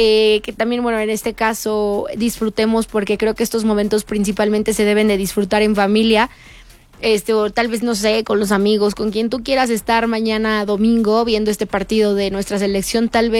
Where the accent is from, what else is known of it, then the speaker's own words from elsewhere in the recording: Mexico; nosotros como mexicanos, que somos anfitriones